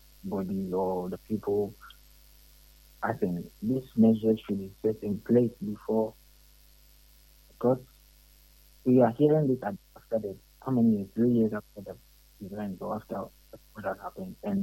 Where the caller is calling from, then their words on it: Takoradi, Western Region, Ghana; I'm calling from Takoradi.